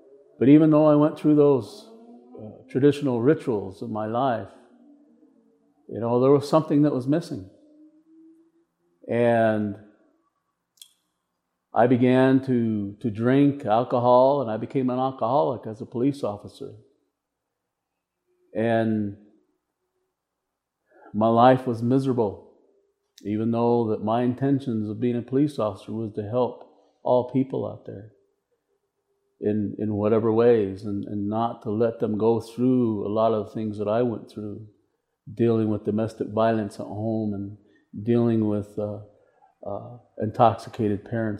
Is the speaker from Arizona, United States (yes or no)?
yes; Tuba City, Arizona, United States; moved away; I'm from the Navajo tribe, originally from Tuba City, Arizona.